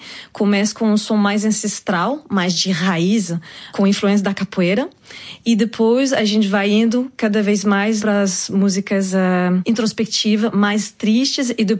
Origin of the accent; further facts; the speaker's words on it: France; Portuguese is a second language; also born or lived in Cádiz, Spain; Eu sou nascida em França, cresci, minha cultura é francesa, a multiculturalidade vem daí.